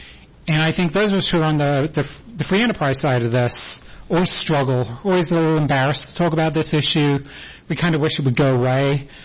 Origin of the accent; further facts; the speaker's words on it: England, United Kingdom; I grew up in England. It's probably somewhat noticeable from my accent.